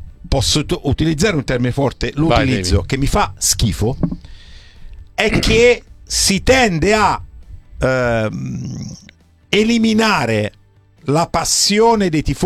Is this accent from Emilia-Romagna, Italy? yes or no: no; Livorno, Tuscany, Italy; Sì, io dico sempre, sono un livornese un po' atipico